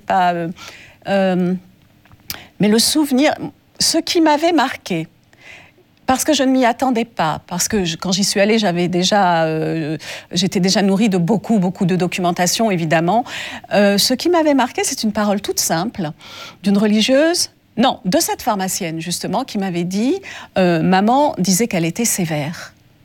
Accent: France; accent: French; on a remarqué mon accent français.

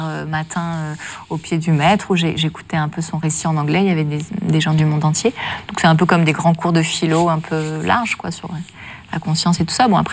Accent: Paris, Île-de-France, France

